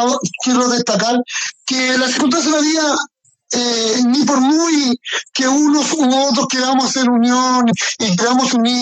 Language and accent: Spanish; Chile; Y nos reíamos de esa situación porque pasaban muchas cosas por la cabeza de nosotros como mineros chilenos.